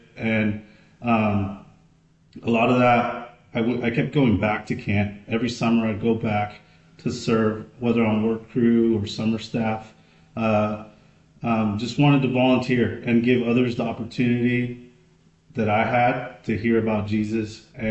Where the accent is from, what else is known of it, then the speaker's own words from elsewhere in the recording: Oregon, United States; I'm a middle child of seven. I grew up in Oregon